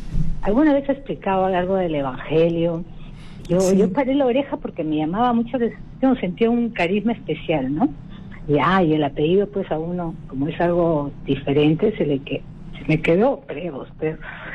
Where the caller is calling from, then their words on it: Lima, Peru; de Magdalena.